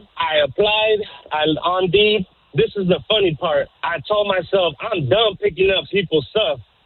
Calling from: Perris, California, United States; Man, I'm calling from Paris. And I'm not saying Paris, France. Paris, California, man.

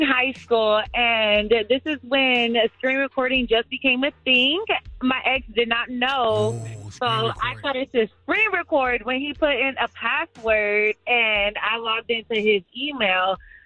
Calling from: Torrance, California, United States; I'm calling from Torrance.

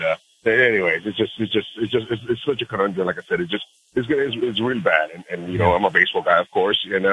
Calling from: Ottawa, Ontario, Canada; I'm here calling from Ottawa, dude.

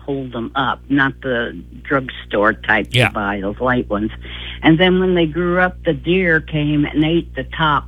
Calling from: Moline, Illinois, United States; from Moline.

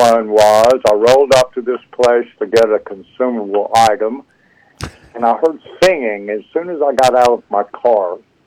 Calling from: Alabama, United States

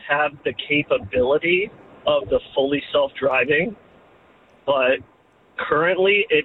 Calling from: Silver Spring, Maryland, United States; Calling you from Silver Spring.

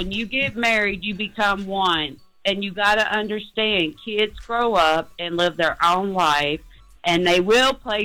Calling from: Hot Springs, Arkansas, United States; I'm from Hot Springs, Arkansas

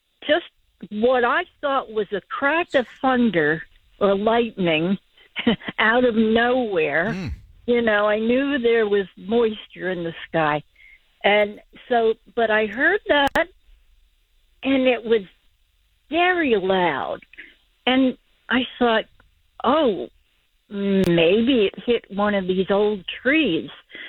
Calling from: Carlisle, Pennsylvania, United States; I am here in Carlisle, Pennsylvania, which is near Harrisburg.

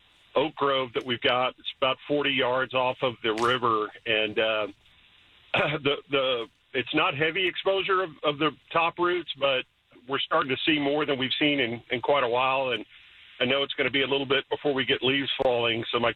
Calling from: Kerrville, Texas, United States; I'm calling from Kerrville.

